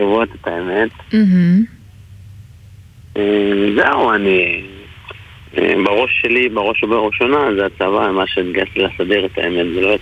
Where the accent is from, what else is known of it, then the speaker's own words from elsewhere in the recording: Northern District, Israel; אני מיישוב בדואי בצפון, מכפר קטלמי